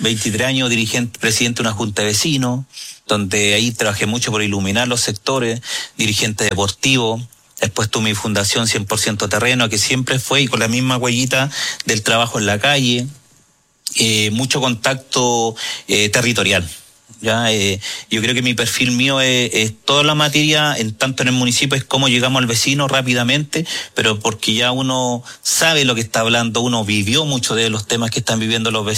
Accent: Cerrillos, Santiago Metropolitan Region, Chile; yo soy nacido y criado en Cerrillos, nací en el sector de Plaza Arica, es un sector San Martín que se llama.

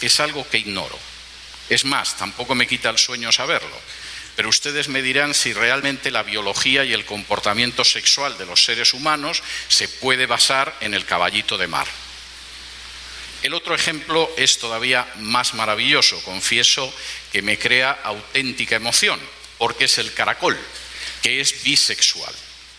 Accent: Spain; Por ejemplo, en mi país, hace cosa de poco más de un año, en algunas regiones de España

